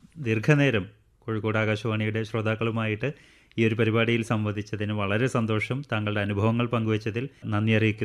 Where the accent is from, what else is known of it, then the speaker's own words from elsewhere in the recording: Kerala, India; നമ്മൾ കേരളത്തിൽ നിന്നുള്ള ആളുകളെല്ലാം